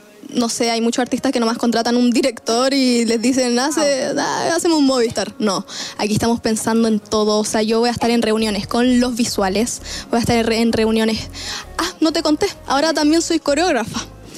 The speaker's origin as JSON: {"language": "Spanish", "country": "Chile", "said": "yo soy chilena"}